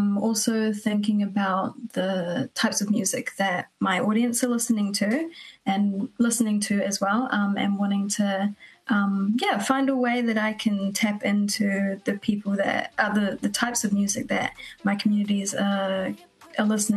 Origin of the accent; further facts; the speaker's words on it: New Zealand; growing up in New Zealand and being a young female